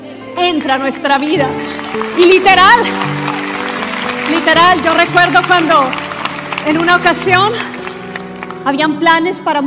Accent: Barranquilla, Atlántico, Colombia; Mi hermano en un piano, el otro con el tambor, claro, porque somos barranquilleros, no tiene que haber tambor, por supuesto, una tambora.

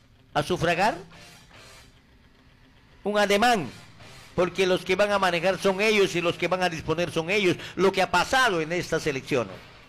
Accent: Peru; Así estamos los peruanos.

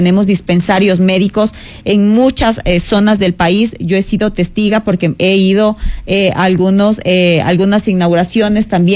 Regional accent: Quito, Pichincha, Ecuador; Yo como quiteña

